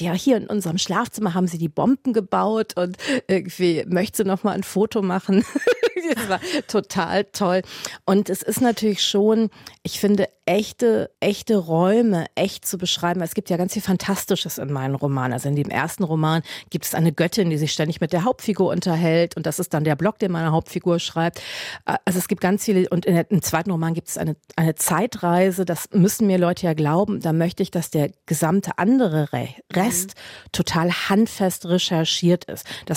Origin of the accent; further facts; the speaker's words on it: Germany; Und wenn ich als Deutsche über England schreibe, dann möchte ich es gut recherchiert haben.